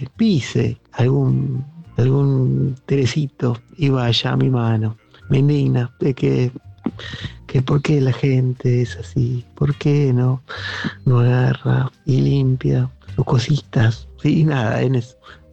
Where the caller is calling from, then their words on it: La Plata, Buenos Aires Province, Argentina; de La Plata.